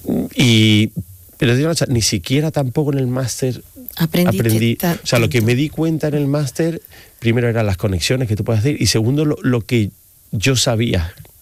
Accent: Seville, Andalusia, Spain; also born or lived in Madrid; Pero el acento me delata, en fin, donde vivo, no, soy sevillano.

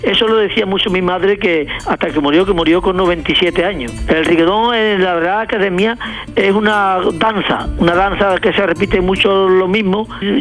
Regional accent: Umbrete, Andalusia, Spain; born or raised there

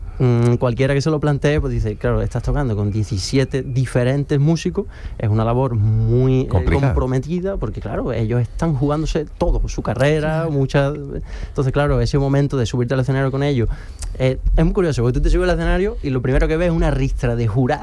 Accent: San Roque, Andalusia, Spain; Sí, yo soy de San Roque, y pueblecito del Campo de Gibraltar, y claro, yo empecé desde muy chiquitito

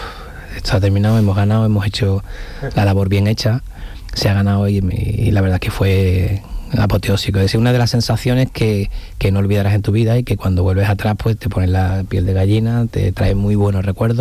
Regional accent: Seville, Andalusia, Spain; yo que soy de Sevilla

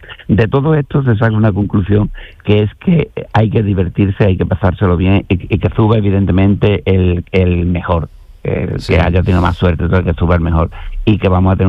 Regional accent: Andalusia, Spain; Nosotros somos andaluces y que gane el mejor.

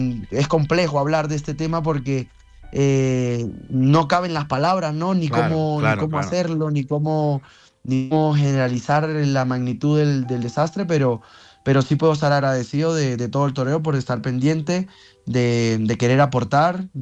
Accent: Venezuela; now in Peru

